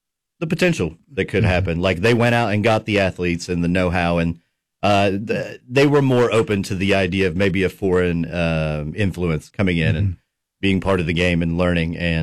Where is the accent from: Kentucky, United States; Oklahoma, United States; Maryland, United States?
Kentucky, United States; I'm also from Eastern Kentucky where not a lot really going on soccer-wise